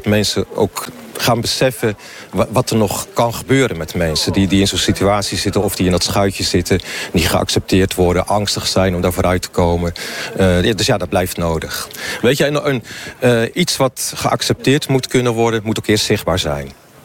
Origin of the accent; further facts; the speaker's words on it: Zierikzee, Zeeland, Netherlands; Ik kom oorspronkelijk uit Zierikzee. Ik ben geboren en getogen